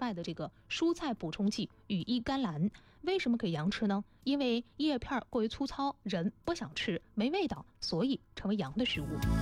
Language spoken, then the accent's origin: Chinese; China; 按照我们中国人的这个中医讲法